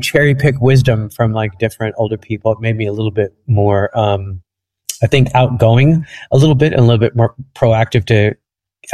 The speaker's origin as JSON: {"language": "English", "town": "Alexandria", "region": "Alexandria Governorate", "country": "Egypt", "tie": "born or raised there", "also_born_or_lived": "Cairo, Egypt / Los Angeles / New York / London", "moved": "yes", "lives_now": "Paris, France", "said": "I was born in Cairo, Egypt, but we lived in Alexandria, which is a big mixed area."}